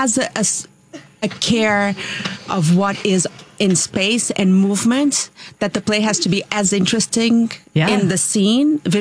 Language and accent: English; Portugal; also born or lived in Brazil; I was between Brazil and Portugal.